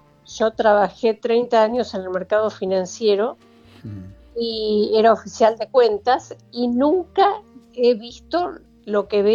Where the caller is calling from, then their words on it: Buenos Aires, Argentina; soy de Caballito